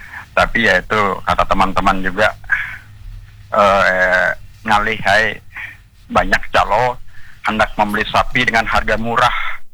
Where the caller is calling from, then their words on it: East Kalimantan, Indonesia; kami di Kabupaten Kutai Barat ini